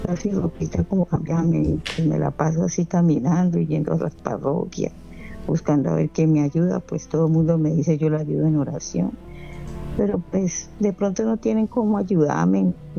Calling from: Cali, Valle del Cauca, Colombia; yo vivo aquí de Cali

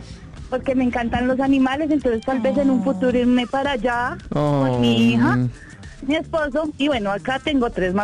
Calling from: Bogotá, Colombia; De Bogotá, Britalia Kennedy.

